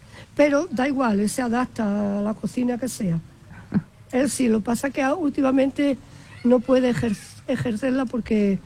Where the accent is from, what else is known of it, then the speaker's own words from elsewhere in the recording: Seville, Andalusia, Spain; moved away as an adult; now in Viator, Spain; 44 años adoptada, soy sevillana.